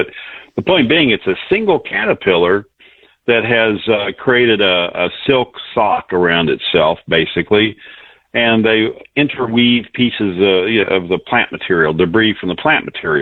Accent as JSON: {"language": "English", "region": "West Virginia", "country": "United States", "tie": "born or raised there", "moved": "yes", "said": "I grew up in West Virginia"}